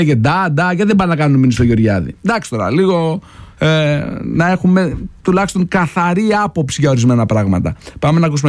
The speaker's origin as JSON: {"language": "Greek", "country": "Greece", "said": "Εγώ δεν είμαι ούτε φιλορώσος ούτε φιλοαμερικάνος. Είμαι Έλληνας. Και κοιτάω τα συμφέροντα της Ελλάδας."}